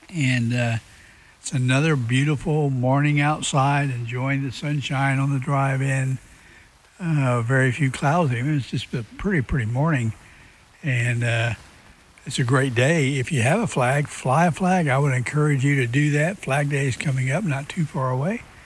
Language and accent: English; United States; I'm American.